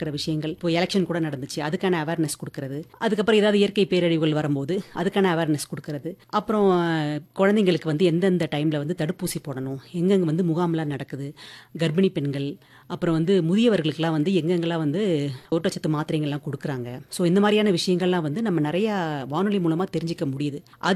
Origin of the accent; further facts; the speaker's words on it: Chennai, Tamil Nadu, India; நான் வந்து பிறந்து வளர்ந்ததெல்லாம் சென்னையில.